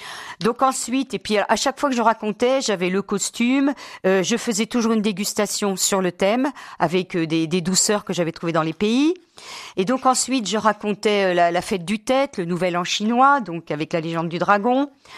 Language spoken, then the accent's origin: French; Pays de la Loire, France; le patois quand j'étais enfant, qu'on parlait en Vendée.